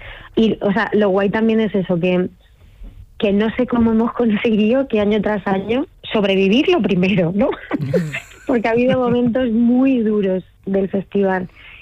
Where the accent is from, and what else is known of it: Letur, Castilla-La Mancha, Spain